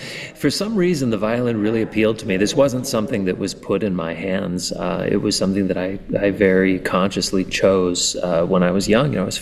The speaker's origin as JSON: {"language": "English", "town": "Brandon", "region": "Manitoba", "country": "Canada", "tie": "born or raised there", "moved": "yes", "said": "it's in my hometown of Brandon, Manitoba"}